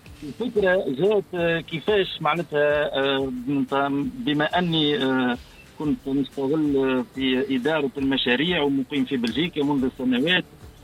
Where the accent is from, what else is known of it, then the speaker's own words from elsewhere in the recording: Monastir, Monastir Governorate, Tunisia; لرد الجميل لمدينتي ولتونس اللي قريت فيها ونحبها وعزيزة علينا